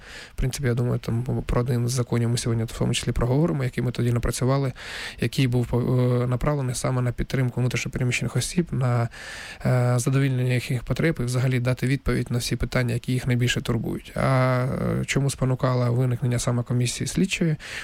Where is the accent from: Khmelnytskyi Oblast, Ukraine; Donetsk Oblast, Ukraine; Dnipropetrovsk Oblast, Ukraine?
Donetsk Oblast, Ukraine; Donetsk; moved away as an adult; тому що дійсно я сам з Донецька